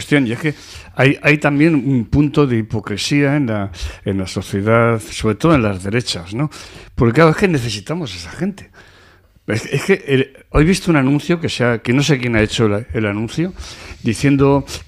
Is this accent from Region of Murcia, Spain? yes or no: no; Madrid, Community of Madrid, Spain; born there; Yo algunas veces he dicho que yo nací en Madrid de casualidad